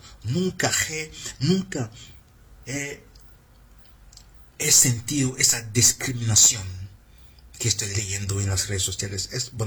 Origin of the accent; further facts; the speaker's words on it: Cameroon; now in Paraguay; Soy de Camerún, gente, soy de Camerún. Y hace 26 años que estoy en esta tierra. Les cuento, es una tierra bendita. Es una tierra bendita. Desde 2001 estoy acá